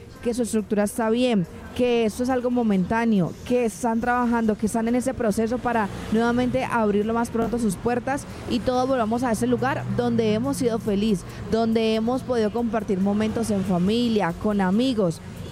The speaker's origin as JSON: {"language": "Spanish", "town": "Cali", "region": "Valle del Cauca", "country": "Colombia"}